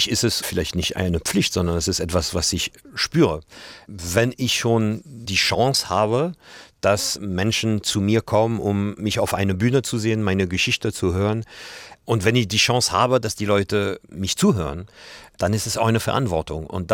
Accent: France; German is a second language; moved away as an adult; now in Hamburg, Germany; Brauchte ich auch nicht als Franzose.

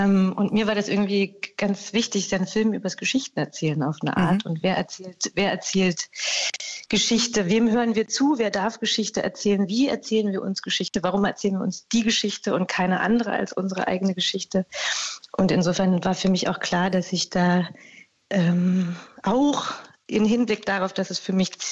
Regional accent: Berlin, Germany; Ich bin Berlinerin

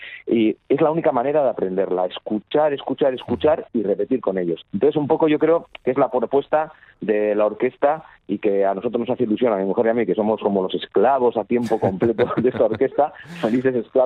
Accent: Basque Country, Spain; somos muchos intérpretes del País Vasco que vivimos y hemos vivido, sobre todo hay jóvenes que hemos vivido y viven fuera del País Vasco

